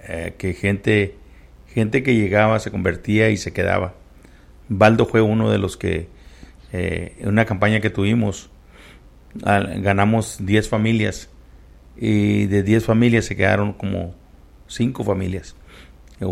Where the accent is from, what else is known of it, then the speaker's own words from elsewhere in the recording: Coahuila, Mexico; moved away as an adult; now in Midland, United States; De Coahuila, del estado de Coahuila. Llegamos en el 80, recién casados, me casé el 79, llegamos recién casados y vivimos cerquita de la iglesia.